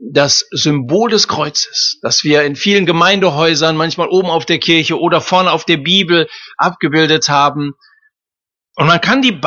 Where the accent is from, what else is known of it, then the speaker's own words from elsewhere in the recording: Hesse, Germany; Die Fläche kaum größer als mein Heimatland Hessen.